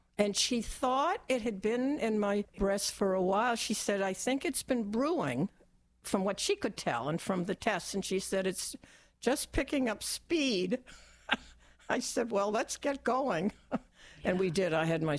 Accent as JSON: {"language": "English", "town": "Dedham", "region": "Massachusetts", "country": "United States", "tie": "born or raised there", "said": "I come from Dedham, Massachusetts"}